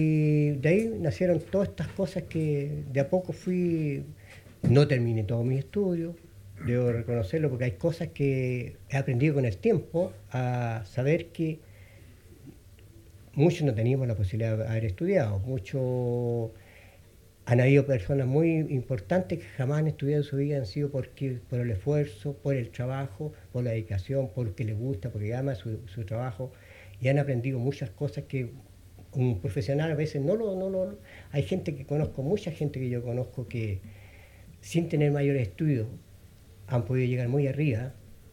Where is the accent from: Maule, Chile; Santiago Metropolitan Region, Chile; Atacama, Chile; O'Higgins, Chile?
Maule, Chile; Longaví; also born or lived in Linares; Pero yo nací en el hospital de Linares, en el antiguo hospital de Linares, y siempre longaviano, me crié acá porque mi papá trabajaba en la hacienda Laisen